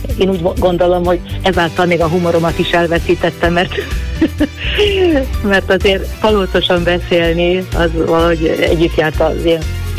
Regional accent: Hungary; accent: Palóc; eleve tájszólással beszéltem, nagyon nehezen szólaltam meg az egyetemre, és mindig megmosolyogták a kiejtésemet

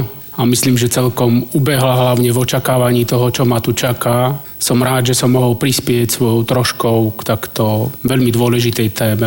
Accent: Detva, Banská Bystrica Region, Slovakia; ja som z Detvy vlastne. Naša rodina, môj rod, boli medzi prvými tromi rodmi, ktorí prišli a založili vlastne osídlenie Rómsk v Detve. My tam žijeme už viac ako 230 rokov.

